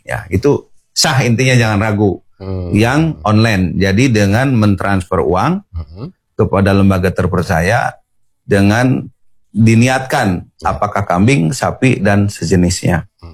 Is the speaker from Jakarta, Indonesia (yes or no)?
no; Cirebon, West Java, Indonesia; saya orang Cirebon